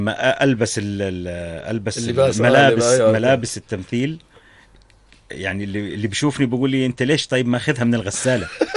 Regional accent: Jordan; انا من الاردن

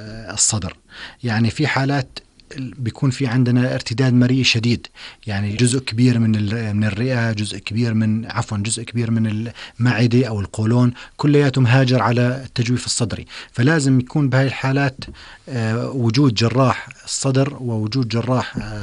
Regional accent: Jordan; عندنا بالأردن

